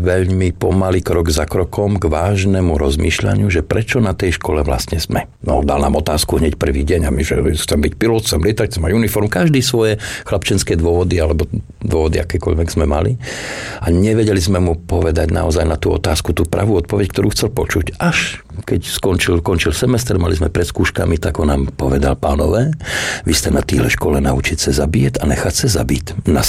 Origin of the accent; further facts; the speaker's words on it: Hradec Králové, Hradec Králové Region, Czechia; now in Slovakia; ja som vyrastal v Hradci Králové. Tam na letisku vlastne ma ocino brával a keď sa rozdelili republiky, tak ocina poprosili, aby prišiel sem